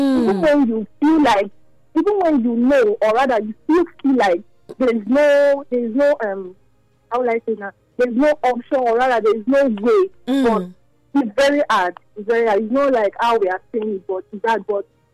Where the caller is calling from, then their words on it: Akure, Ondo, Nigeria; I'm calling from Adoawa.